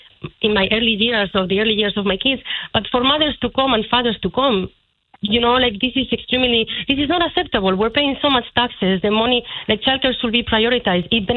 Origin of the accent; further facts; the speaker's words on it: Madrid, Community of Madrid, Spain; now in Ireland; I'm from Madrid, originally.